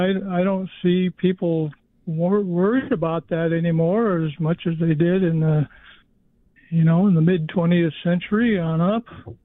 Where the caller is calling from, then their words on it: Yucca, United States; in Yucca.